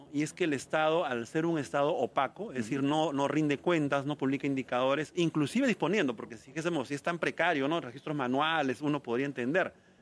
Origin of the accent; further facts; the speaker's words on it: Peru; somos nosotros los peruanos